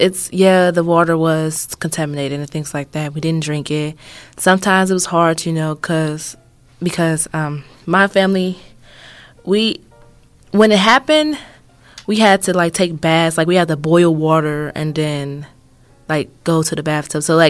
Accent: Flint, Michigan, United States; moved away; I honestly just want to go and go back to my hometown, Flint, Michigan.

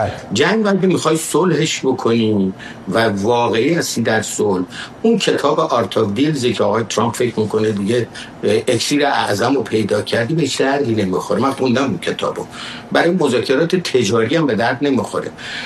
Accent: Iran; منم به عنوان یه ایرانی

